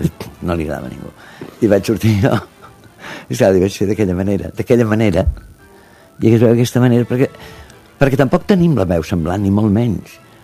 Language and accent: Catalan; Catalonia, Spain; Una, perquè jo sóc català, això és complicat en el doblatge.